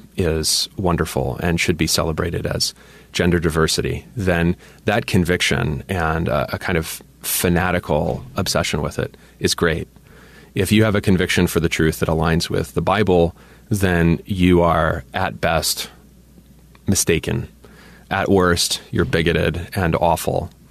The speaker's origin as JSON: {"language": "English", "region": "Pennsylvania", "country": "United States", "tie": "born or raised there", "said": "growing up in Pennsylvania, you don't really have a lot of exposure to the LCMS."}